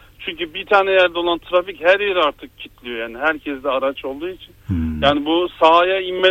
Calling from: Istanbul, Turkey; ben İstanbul'dan.

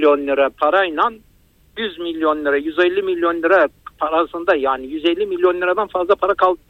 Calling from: Istanbul, Turkey; Ben İstanbul'dan.

